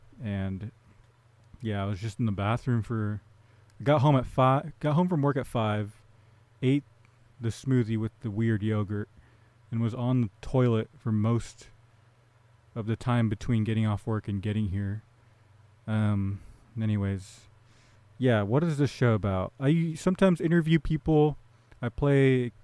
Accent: Fremont, California, United States; now in Oakland, United States; Fremont, California. I'm from Fremont. And yeah, I don't know. I like that I grew up around non-white people

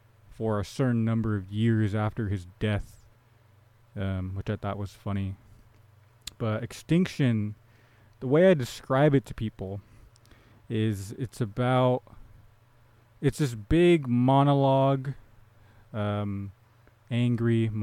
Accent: Fremont, California, United States; someone who's from a hometown, whose hometown is a place that I have contempt for. Fremont, California. I'm from Fremont. And yeah, I don't know. I like that I grew up around non-white

